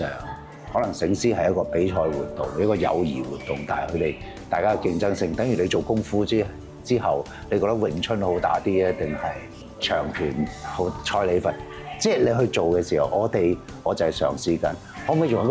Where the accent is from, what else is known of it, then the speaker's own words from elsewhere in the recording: Lingnan, China; 我們南方人也好、嶺南人也好，包括我們中華民族也好